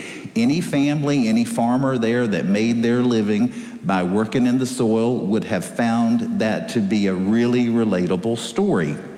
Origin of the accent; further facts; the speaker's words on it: North Carolina, United States; moved away as an adult; now in Fort Worth, United States; I have transitioned from a North Carolina Tar Heel to a Texan.